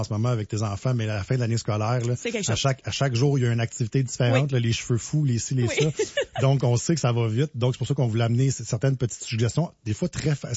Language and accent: French; Saint-Césaire, Quebec, Canada; Saint-Césaire, mon coin de pays.